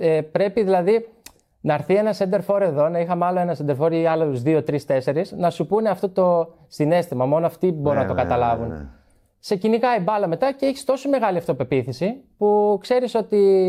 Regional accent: Trikala, Central Macedonia, Greece; Στο χωριό μου.

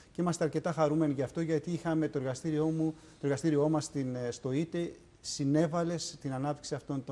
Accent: Athens, Attica, Greece; moved away as an adult; now in Crete, Greece; είμαι από την Αθήνα, είμαι στο Γεωπονικό Πανεπιστήμιο Αθηνών, αλλά εδώ και 25 χρόνια έχω ριζώσει στην Κρήτη.

